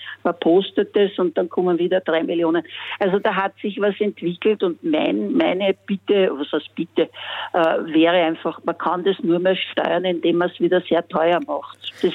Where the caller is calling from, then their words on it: Vienna, Austria; Also ich bin eine Wienerin.